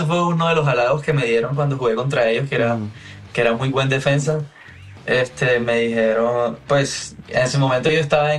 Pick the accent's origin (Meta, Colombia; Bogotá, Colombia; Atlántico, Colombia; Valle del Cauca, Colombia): Atlántico, Colombia; Barranquilla; born there; Barranquilla. Barranquilla.